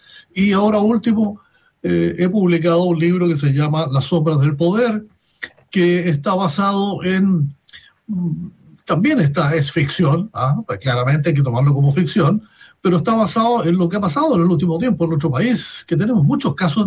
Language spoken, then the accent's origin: Spanish; Concepción, Biobío, Chile; moved away as an adult; fui reportero de diarios en Concepción, que es mi ciudad natal.